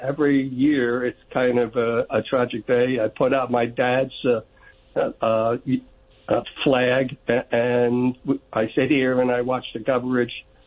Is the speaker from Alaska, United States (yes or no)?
no; New York City, New York, United States; I'm from New York City. My dad was a New York City firefighter.